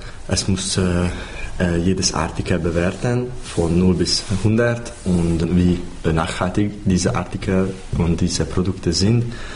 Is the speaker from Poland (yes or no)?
no; Hungary; first language Hungarian; German is a second language; Und natürlich, meine Muttersprache ist Ungarisch und ich habe mit Gymnasium und auch vorher Deutsch gelernt.